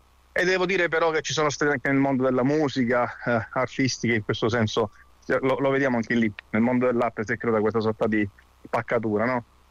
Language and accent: Italian; Messina, Sicily, Italy; io sono di Messina